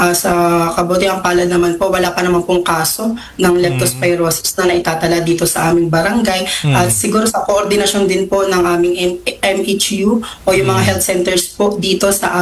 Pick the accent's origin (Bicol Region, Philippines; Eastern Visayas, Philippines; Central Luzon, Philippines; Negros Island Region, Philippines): Central Luzon, Philippines; Hagonoy; dito sa aming bayan at patuloy po itong nagpapahirap sa mga kababayang Hagunowenyo